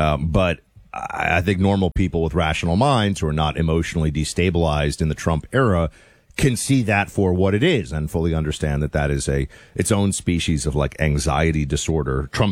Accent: New York City, New York, United States; I grew up in New York City

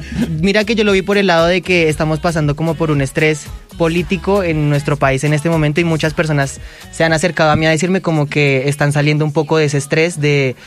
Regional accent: Bogotá, Colombia; Vengo de un barrio popular.

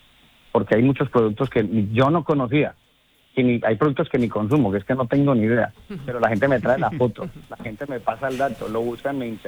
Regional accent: Colombia; now in Spain; A ver, la gente, pues claro, yo he estado, llevo aquí muchos años, yo soy de origen colombiano, ¿de acuerdo?

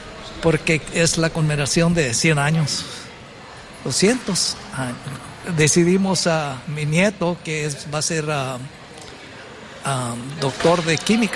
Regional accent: Tucson, Arizona, United States; Vengo de Tucson, Arizona, a visitar Washington D.C. por la tercera vez

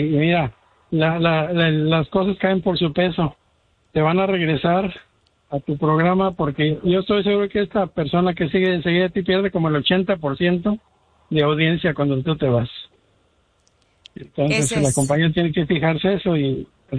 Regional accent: Mexico; Si fuera argentino te diría, para que me conozcas, pero no. Soy mexicano.

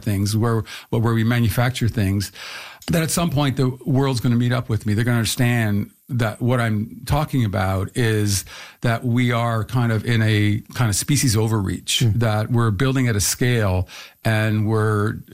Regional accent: St. Catharines, Ontario, Canada; I was born in St. Catharines

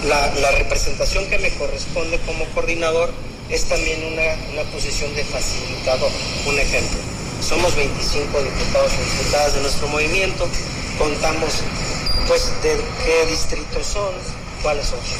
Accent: Acapulco, Guerrero, Mexico; los que somos de Acapulco

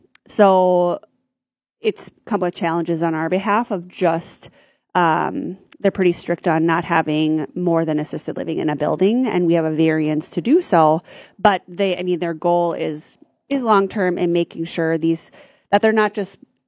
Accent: Ada, Minnesota, United States; my mom was from Perm and we grew up in Ada, so they were thinking somewhere in the middle.

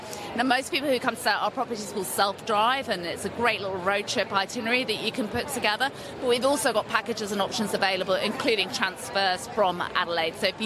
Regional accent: United Kingdom; As a Brit coming to somewhere so isolated, so rural, the enormous skies

